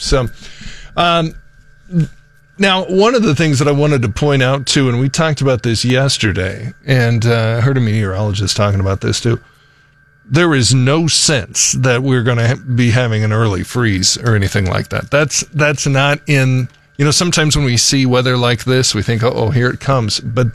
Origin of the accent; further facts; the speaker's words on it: Nebraska, United States; Well, we're both from Northeast Nebraska.